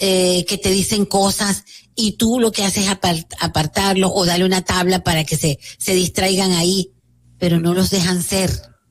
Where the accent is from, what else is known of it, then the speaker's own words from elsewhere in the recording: Venezuela; me siento con una tristeza muy, muy grande por lo ocurrido en mi país. Yo lo dije en un programa, en varios programas que venía eso para Venezuela